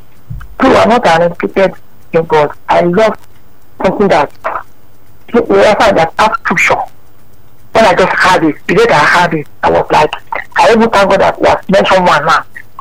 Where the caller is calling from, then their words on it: Nigeria; calling from Ijain.